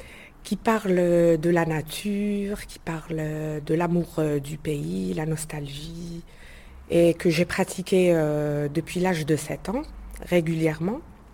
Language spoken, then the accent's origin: French; Cherchell, Tipaza Province, Algeria; j'étais impressionnée comment c'était identique à ma ville natale. Mes parents ont toujours vécu dans ces maisons, mes arrière-grands-parents.